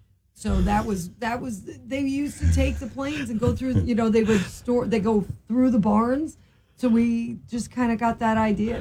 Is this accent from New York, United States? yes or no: yes; Kinderhook, New York, United States; now in Chatham, United States; I grew up in Columbia County. I was originally from Kinderhook.